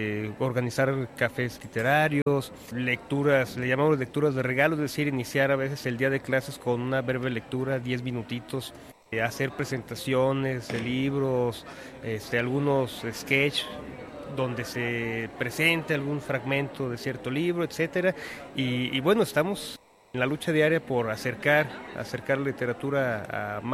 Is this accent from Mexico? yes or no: yes; Lagos de Moreno, Jalisco, Mexico; soy de Lagos de Moreno, Jalisco.